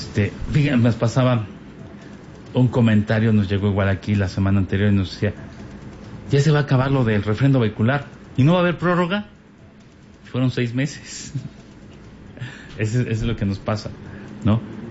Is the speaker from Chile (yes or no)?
no; Mexico; Pues creo que es que somos buenos mexicanos, buenísimos mexicanos.